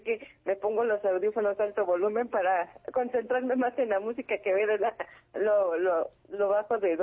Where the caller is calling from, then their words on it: Tenango de las Flores, Puebla, Mexico; yo soy un poquito más de por allá, de como de Tenango de las Flores, Huachinango, Puebla, que es muy conocido.